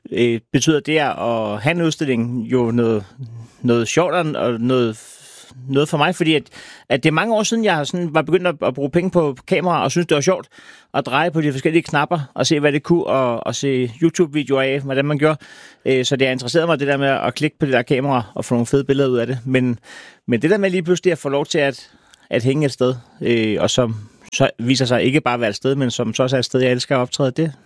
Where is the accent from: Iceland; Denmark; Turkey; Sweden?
Denmark; Næstved, Zealand; jeg er fra Næstved